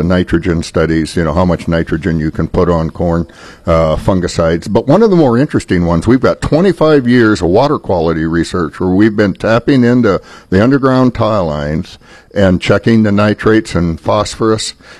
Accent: Iowa, United States; I'm from Fayette County

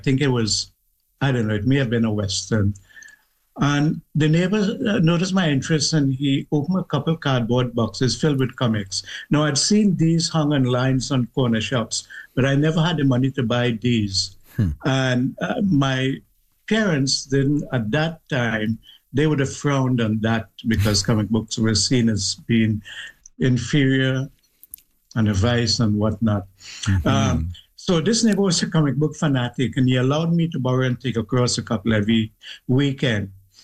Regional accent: Trinidad & Tobago; moved away; I grew up in South Trinidad in a little village called Tablan. And there was an extended, you know, I grew up in a house with an extended family.

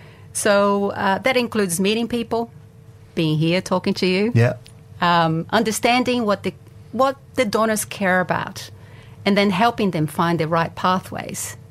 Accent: Brazil; now in Northern Rivers, Australia; I grew up in Brazil, and where you see a lot of need.

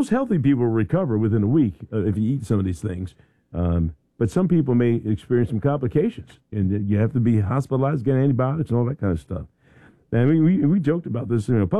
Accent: Philadelphia, Pennsylvania, United States; Now, I tell you, I'm from Philadelphia. And we'd go to Jersey, you know, to a farm out in Jersey.

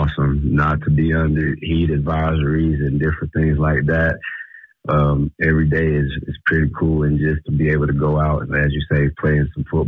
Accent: Georgia, United States

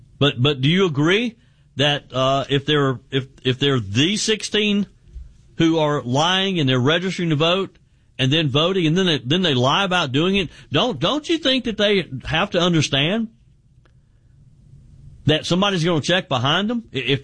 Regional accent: South Carolina, United States; he called out Dr. Annie Andrews in my home state of of South Carolina

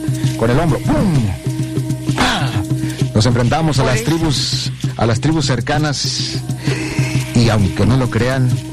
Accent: Mexico; como familia mexicana que somos.

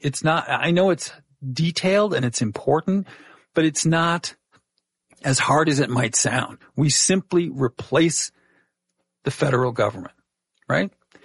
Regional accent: California, United States; And I found myself jealous of my home state of California.

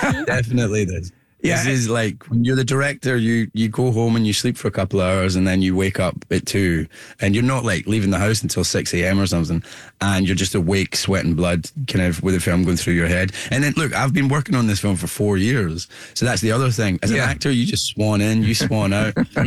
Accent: Scotland, United Kingdom; accent: Scottish

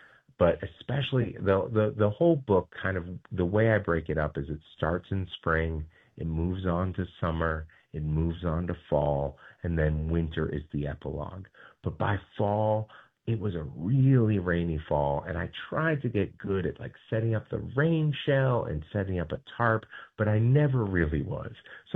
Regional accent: Boston, Massachusetts, United States; And I was raised in inner city Boston.

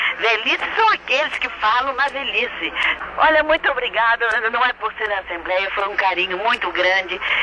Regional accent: Brazil; eu sou brasileira e amo a minha terra.

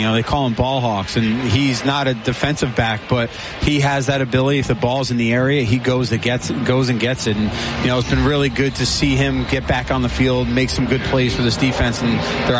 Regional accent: Pennsylvania, United States; Yeah, I'm from Pennsylvania.

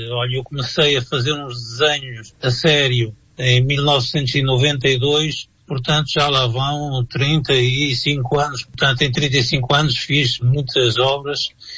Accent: Maputo, Maputo City, Mozambique; also born or lived in Portugal / Switzerland; Moçambique, Lourenço Marques, hoje chama-se Maputo, é também a minha terra, porque foi lá que eu passei a minha infância e a minha adolescência.

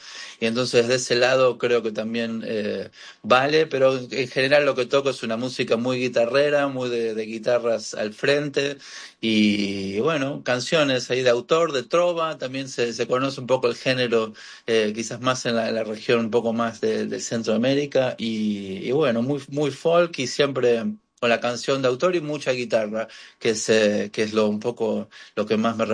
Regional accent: Buenos Aires, Argentina; moved away as an adult; also born or lived in Florida, United States; now in New York, United States; En Estados Unidos, en Florida, y crecí en Buenos Aires casi toda la vida. Y bueno, ahora hace unos 12, 13 años que estoy ya radicado aquí en el área de New York.

